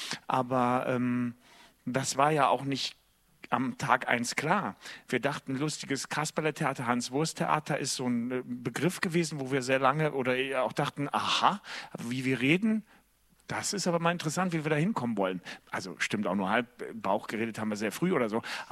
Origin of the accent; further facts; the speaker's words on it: North Rhine-Westphalia, Germany; ich komme aus dem Kölner Raum, ich komme tatsächlich nicht aus dieser Region